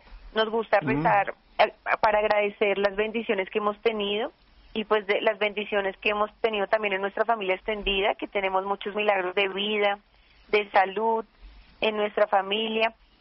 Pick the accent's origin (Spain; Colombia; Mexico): Colombia; Bogotá, Bogotá Capital District; born there; Nací en Bogotá. Soy una persona que nació en un hogar de mucha fe en Dios, en la Virgen, un hogar católico cristiano.